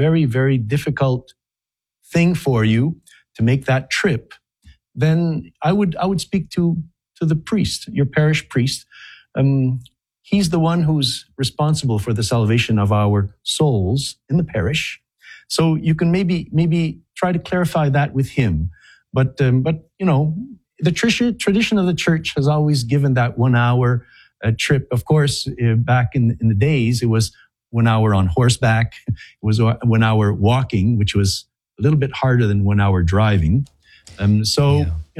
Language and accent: English; Quebec, Canada; I think of Canada, for example. I'm French Canadian